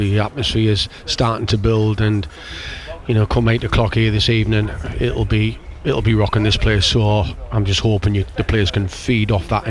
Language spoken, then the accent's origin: English; North East England, United Kingdom; we're going to show you what we're all about, we're from Teesside, do you know what I mean, and give it your all